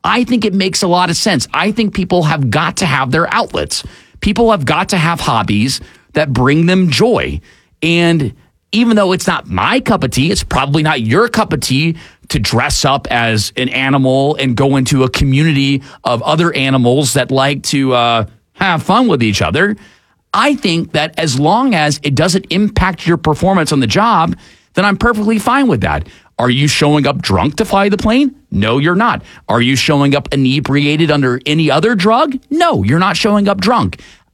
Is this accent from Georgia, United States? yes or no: yes; Atlanta, Georgia, United States; Now, growing up in Atlanta, we had giant pandas for a long time.